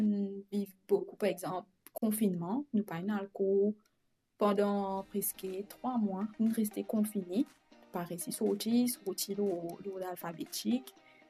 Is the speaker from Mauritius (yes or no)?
yes; Rodrigues, Mauritius; moved away as an adult; now in Quatre Bornes, Mauritius